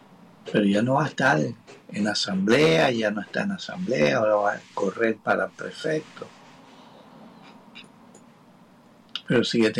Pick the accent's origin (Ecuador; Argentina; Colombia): Ecuador; así lo queremos como ecuatorianos